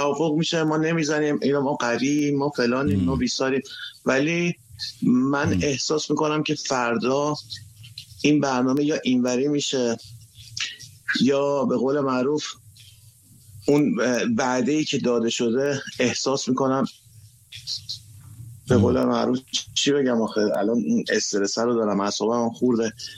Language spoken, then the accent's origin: Persian; Tehran, Tehran Province, Iran; moved away as an adult; also born or lived in Bandar Abbas; خودم بچه تهرانم ولی چند سالی که ساکن بندرعباس بودم، به خاطر یه سری شرایط رفته بودم اونجا